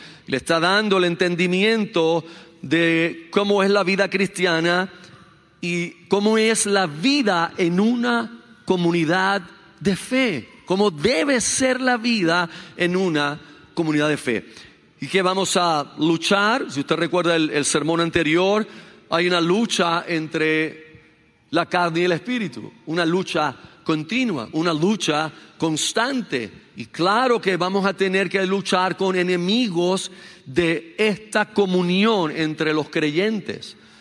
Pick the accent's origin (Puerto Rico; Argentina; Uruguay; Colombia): Puerto Rico; Carolina; como dirían en mi pueblo, Carolina